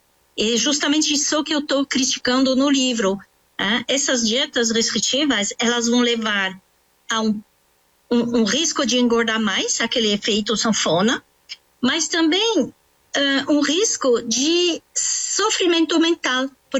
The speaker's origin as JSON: {"language": "Portuguese", "country": "France", "also_born_or_lived": "United States", "second_language": "Portuguese", "moved": "yes", "lives_now": "Brazil"}